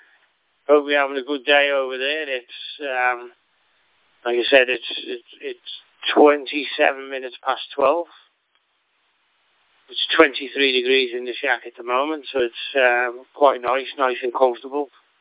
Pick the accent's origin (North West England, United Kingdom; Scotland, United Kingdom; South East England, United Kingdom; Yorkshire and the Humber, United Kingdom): North West England, United Kingdom; Liverpool; accent: UK; now in Australia; we moved from Liverpool to here in 2001